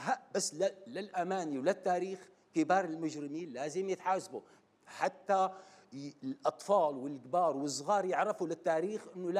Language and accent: Arabic; Syria; رحنا إن شاء الله كسوريين بدنا نرفضها.